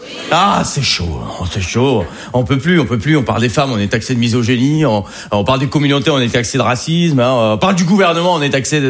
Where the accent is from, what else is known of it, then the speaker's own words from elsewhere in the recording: Algeria; Je suis algérien. Je pense pas qu'il y en ait ce soir d'ailleurs, les Algériens.